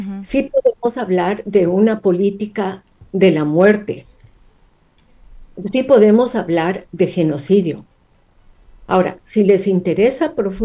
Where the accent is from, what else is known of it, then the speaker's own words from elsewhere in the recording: Ecuador; now in United States; yo ahora vivo en Estados Unidos, pero yo deseo volver a mi país.